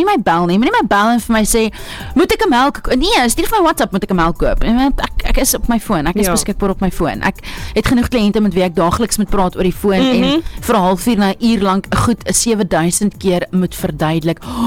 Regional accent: Pretoria, Gauteng, South Africa; in Pretoria in Lynnwood, my area waar ek vandaan kom.

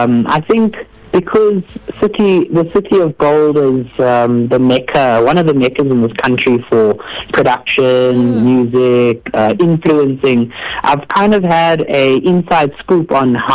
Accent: Durban, KwaZulu-Natal, South Africa; now in Johannesburg, South Africa; Well, I'm a 26-year-old singer-songwriter originally from Durban, KZN. Mm-hmm. And I've actually recently moved to the city of gold, Johannesburg, Sandton.

